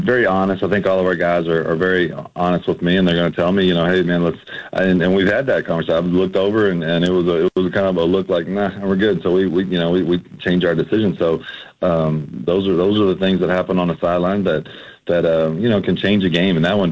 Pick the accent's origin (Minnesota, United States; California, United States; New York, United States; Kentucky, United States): Kentucky, United States; Louisville; So I grew up in Louisville, so if I win or I lose, I'm still going to live in that city.